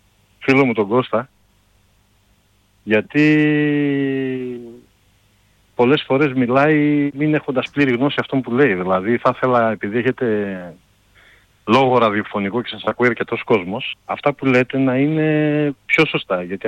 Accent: Kavala, Eastern Macedonia and Thrace, Greece; now in Zurich, Switzerland; γιατί είμαι Καβαλιώτης, ζω στη Ζηρίχη εδώ και 10 χρόνια.

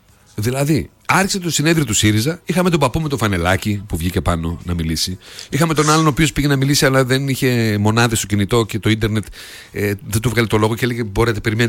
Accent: Greece

